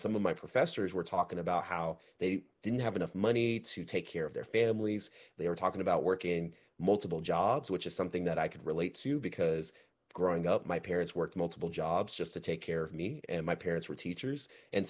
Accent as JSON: {"language": "English", "town": "Austin", "region": "Texas", "country": "United States", "tie": "born or raised there", "said": "I grew up in Texas. I grew up in Austin, Texas specifically. And a lot of people don't know this, but Austin, Texas is like the most segregated city in the entire state of Texas."}